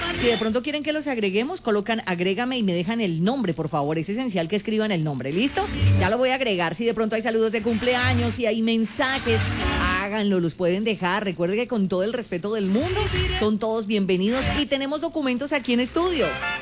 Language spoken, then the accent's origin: Spanish; Cauca, Colombia; nuestro derecho como caucanos, como colombianos.